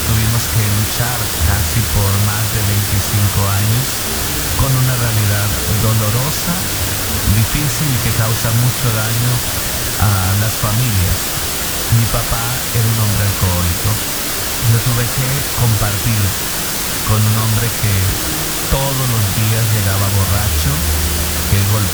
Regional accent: Llanos Orientales, Colombia; Yo soy de Colombia, un pueblo muy pequeño pero muy hermoso por allá en los llanos orientales de este país hermoso de Colombia, y allí nací.

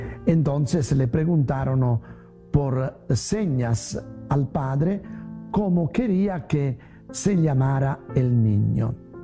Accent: Italy; now in Van Nuys, United States; Soy un sacerdote italiano de la Congregación de los Padres Relacionistas y trabajo en la parroquia de Santa Isabel en Van Nuys.

